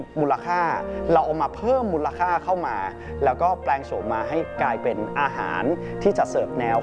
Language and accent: Thai; Chiang Mai, Thailand; ผมก็รู้สึกภาคภูมิใจมากที่เราได้เป็นส่วนหนึ่งที่เป็นคนเชียงใหม่โดยแท้จริงและเราเติบโตมาในบ้านเมืองเชียงใหม่